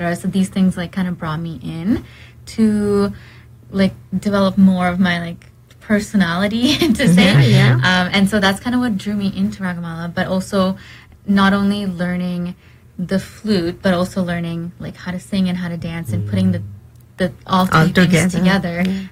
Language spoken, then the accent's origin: English; Dubai, United Arab Emirates; now in Canada; I was in Dubai. Okay. And so when I moved to Canada, I found it was hard to kind of fit in.